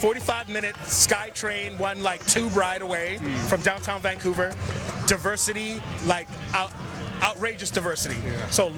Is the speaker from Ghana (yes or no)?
yes; Ghana; Yeah, I'm Ghanaian.